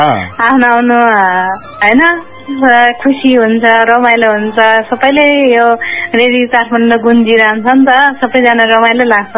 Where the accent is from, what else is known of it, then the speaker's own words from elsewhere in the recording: Naya Pul, Bagmati, Nepal; born there; हाम्रो चाहिँ जन्मथला चाहिँ सिन्धुपाल्चोक भटिकोसी गाउँपालिका नयाँ पुल भन्ने ठाउँ होइन